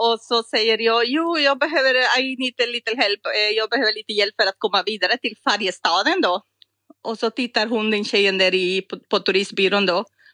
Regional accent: Costa Rica; Swedish is a second language; also born or lived in Poland; Jag kommer från Costa Rica.

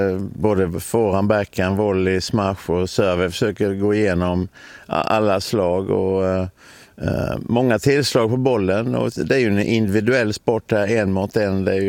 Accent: Olofström, Blekinge, Sweden; moved away as an adult; now in Karlshamn, Sweden; Jag är från Olofström och har bara några mil till min mamma där uppe också, och nu bor jag här och är sambo här nere i Karlshamn

